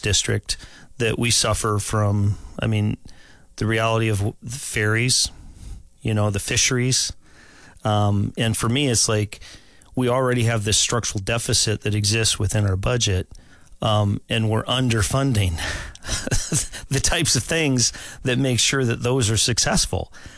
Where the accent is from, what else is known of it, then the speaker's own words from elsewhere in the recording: Homer, Alaska, United States; also born or lived in Anchorage, Alaska; I was born and raised Alaskan. I was born in Anchorage after the 1964 earthquake. We moved down to Homer in 1974. And so I've been down there ever since.